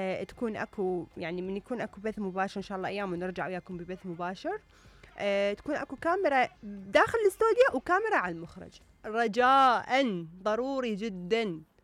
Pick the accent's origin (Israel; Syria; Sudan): Syria; يعني أنا شخصيا سوري يعني ما أقدر أطيق هذا الموضوع بصراحة.